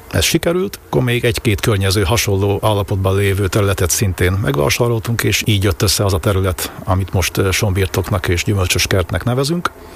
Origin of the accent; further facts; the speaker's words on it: Baraca, Borsod-Abaúj-Zemplén, Hungary; Ugye én is, feleségem is faluhelyre születtünk, tehát volt ebben némi hozott tapasztalat, nem volt teljesen idegen ez a terület. Ha visszagondolok, akkor 7 éves koromig Baraccán éltünk